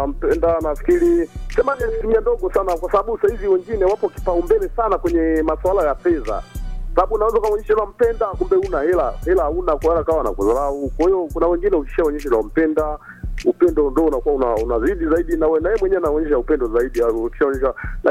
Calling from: Magulilo, Tanzania; wa Magulilo hapa.

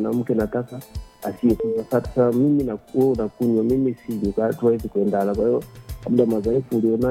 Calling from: Mufindi District, Iringa, Tanzania; kule kwetu wilaya Mfindi

